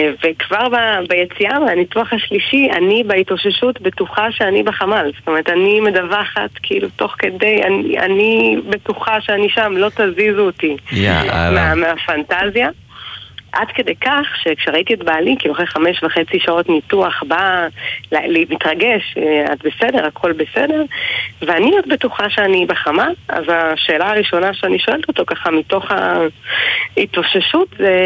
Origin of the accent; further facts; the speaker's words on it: Rishon LeZion, Central District, Israel; אני מראשון לציון